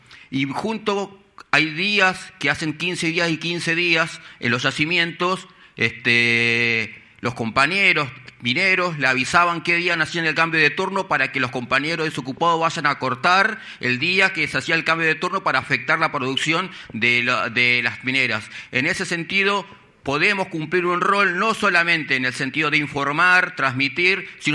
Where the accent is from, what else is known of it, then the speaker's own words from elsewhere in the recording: Comodoro Rivadavia, Chubut, Argentina; en la Patagonia, yo soy de Comodoro Rivadavia